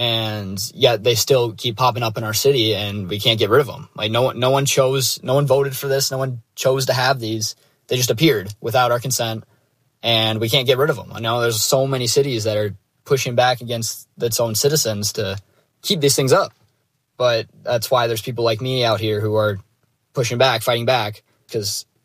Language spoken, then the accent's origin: English; Minneapolis, Minnesota, United States; I'm from Minneapolis